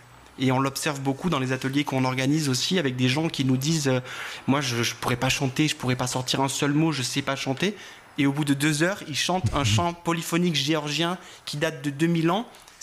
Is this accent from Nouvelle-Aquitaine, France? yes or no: yes; Nouvelle-Aquitaine, France; En tout cas, moi, je viens du Pays Basque, dans le sud.